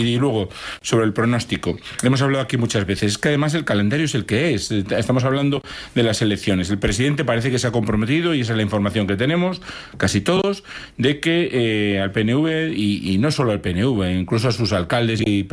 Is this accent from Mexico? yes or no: no; Galicia, Spain; yo claro, soy gallego como tú